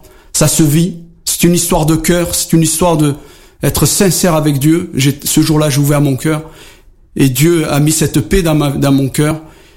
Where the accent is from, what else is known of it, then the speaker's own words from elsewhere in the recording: Algeria; je suis toujours un arabe, j'aime toujours mes compatriotes et que je suis algérien et que je le resterai jusqu'à la fin de mes jours et j'en suis fier.